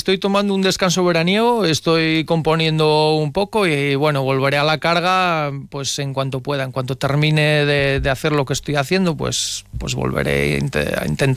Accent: Bañugues, Asturias, Spain; Yo soy de Bañuges

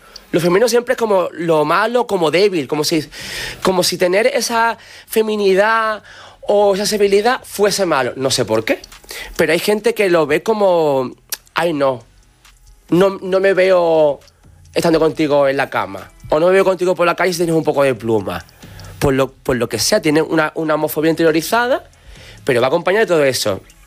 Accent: Andalusia, Spain; Yo soy súper ateo, yo el mundo de la Semana Santa no me gusta, siendo andaluz.

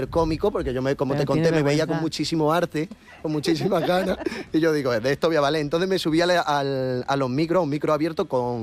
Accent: Frigiliana, Andalusia, Spain; No, soy de Frigiliana. Y con orgullo

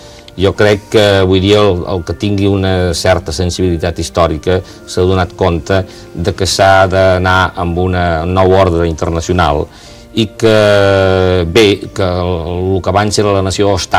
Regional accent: Catalonia, Spain; Jo em sento català

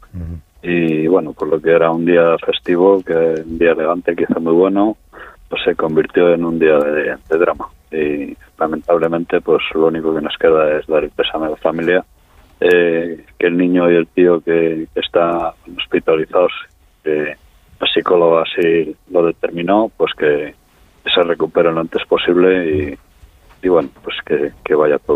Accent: Venta de Baños, Castile and León, Spain; born there; Yo, mira, soy nacido aquí en Venta de Baños, lo conozco todo eso

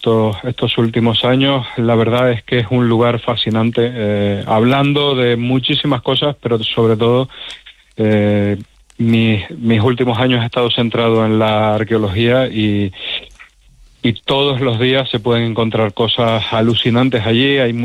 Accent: Canary Islands, Spain; Bueno, soy canario, o sea, que subimos y bajamos todos los días a la montaña. Las islas son muy, muy escarpadas y yo vivo en Tenerife y tenemos el Teide, son casi 4.000 metros.

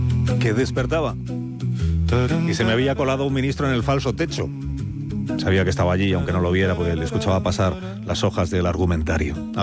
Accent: Spain; porque en España hay un tertuliano por cada 100 habitantes. Somos líderes europeos, muy por delante de Italia en tertulianaje

